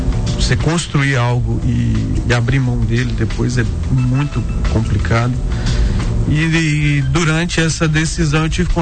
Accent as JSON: {"language": "Portuguese", "region": "Minas Gerais", "country": "Brazil", "tie": "born or raised there", "said": "Eu sou daqui, né? … sou nascido e criado aqui na região do Vale do Aço."}